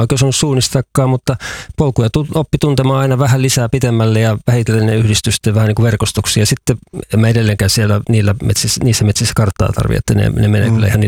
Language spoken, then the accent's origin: Finnish; Vantaa, Uusimaa, Finland; now in Kainuu, Finland; Mä oon siis Vantaalta kotosin, vaikka asun nykyään Kainuussa.